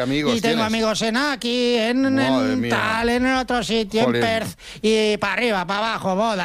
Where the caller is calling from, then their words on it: Móstoles, Community of Madrid, Spain; Demóstoles.